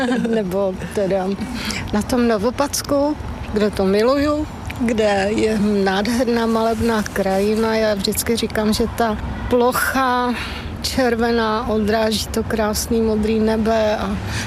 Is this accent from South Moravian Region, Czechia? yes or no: no; Nová Paka, Hradec Králové Region, Czechia; jsem od dětství ve Vrchovině, u Nový Paky.